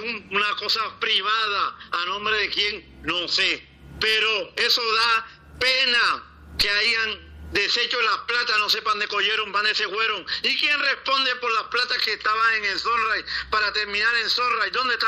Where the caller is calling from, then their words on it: San Andrés, Providencia and Santa Catalina, Colombia; aquí en San Andrés